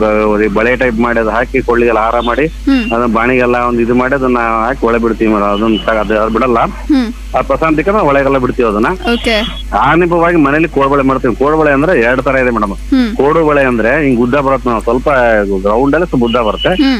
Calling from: North Karnataka, India; ನಾವು ಉತ್ತರ ಕರ್ನಾಟಕದವರು

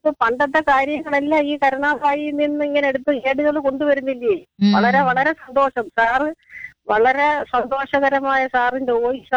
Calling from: Kollam, Kerala, India; Hello, ഞാൻ കൊല്ലത്ത് … വിളിക്കുന്നത്.

